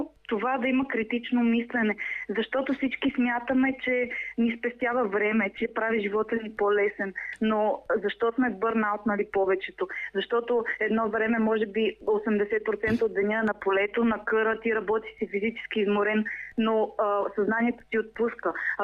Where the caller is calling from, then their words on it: Novi Iskar, Sofia City, Bulgaria; От Нови Искър.